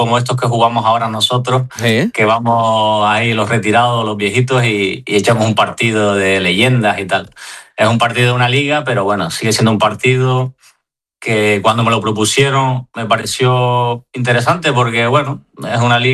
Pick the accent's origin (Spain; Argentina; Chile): Spain; Arguineguín, Canary Islands; now in Madrid, Spain; Ahora sí que estuve en verano en mi pueblo, en Arguineguilla, entrené con el equipo